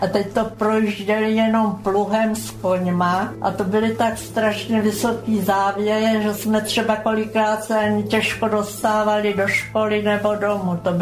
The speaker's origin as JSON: {"language": "Czech", "town": "Písek", "region": "South Bohemian Region", "country": "Czechia", "tie": "born or raised there", "also_born_or_lived": "Subcarpathian Ruthenia", "lives_now": "Týnec nad Sázavou, Czechia", "said": "Narodila jsem se na Podkarpatský Rusy. Moje matka byla Rakušanka, otec Čech a oni bydleli tam. No a pak jsme se stěhovali do Písku. A v Písku jsme byli do roku 46"}